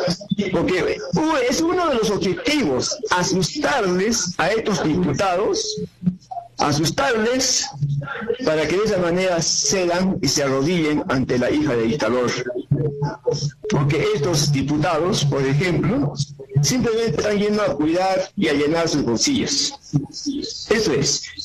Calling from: Juliaca, Puno, Peru; aquí en Juliaca

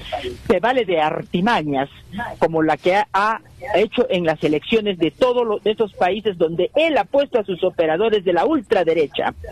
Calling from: Juliaca, Puno, Peru; me llamo de Juliaca.

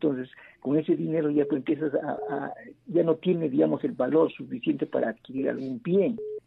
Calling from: Juliaca, Puno, Peru; aquí, de acá de Juliaca.

